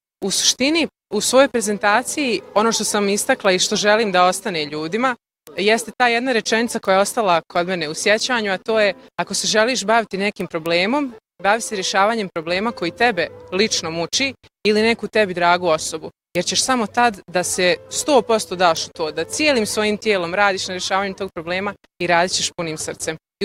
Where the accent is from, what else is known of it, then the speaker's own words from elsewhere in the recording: Banja Luka, Republika Srpska, Bosnia & Herzegovina; dolazim iz Banja Luke, imam 21 godinu